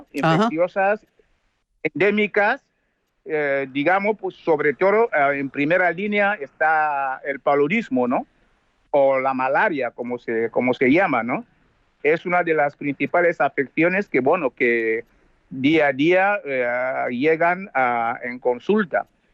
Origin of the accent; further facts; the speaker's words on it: Equatorial Guinea; moved away as an adult; now in Cameroon; como activista que soy desde hace décadas, es que no puedo estar al margen de todo lo que acontece en mi país.